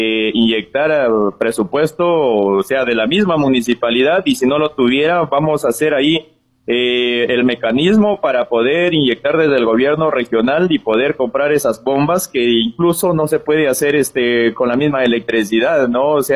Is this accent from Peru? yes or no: yes; Utcubamba, Amazonas, Peru; a mi pueblo de Ucubamba, porque como te digo, yo soy del Rejo